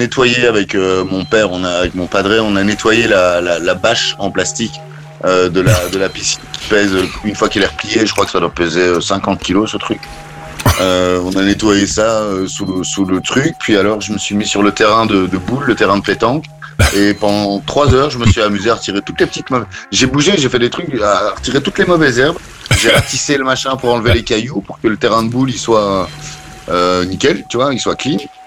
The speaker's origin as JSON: {"language": "French", "country": "Belgium", "said": "je suis en Provence et je suis descendu, je suis belge, je suis descendu dans le sud de la France"}